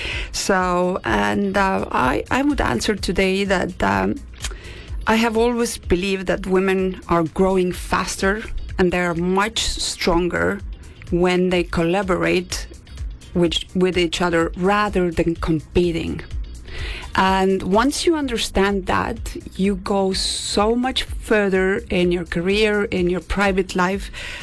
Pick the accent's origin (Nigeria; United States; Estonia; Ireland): Estonia; So I am from Estonia, which when people don't know where Estonia is, I always ask, do you know where Santa Claus lives?